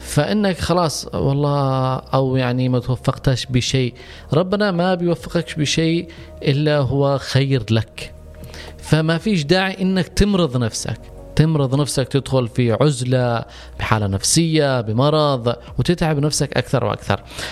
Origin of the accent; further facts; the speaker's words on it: Yemen; نحن للأسف في اليمن